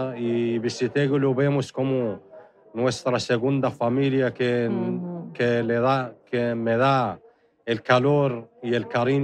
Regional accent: Western Sahara; now in Spain; Yo soy del Sahara y vivo con dos chicos de Marruecos

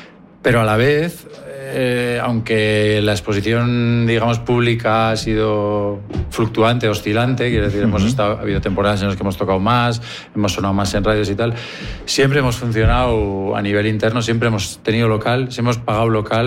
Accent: Leioa, Basque Country, Spain; somos de Leioa

